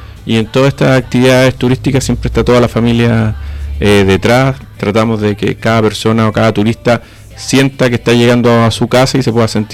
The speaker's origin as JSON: {"language": "Spanish", "country": "Uruguay", "moved": "yes", "lives_now": "Chile", "said": "yo soy uruguayo, mi familia también"}